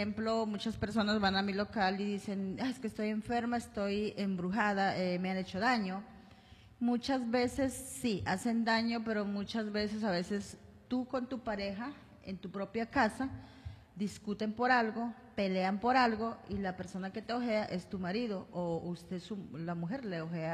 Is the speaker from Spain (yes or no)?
no; Colombia; moved away as an adult; now in Manta, Ecuador; Soy de Colombia y ya tengo 20 años aquí en esta hermosa ciudad que es Manta, Manabí.